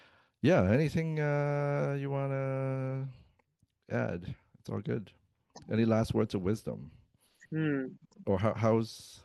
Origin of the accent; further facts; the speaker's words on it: Winnipeg, Manitoba, Canada; moved away; Next Thursday, you'll be in my hometown of Winnipeg, Manitoba.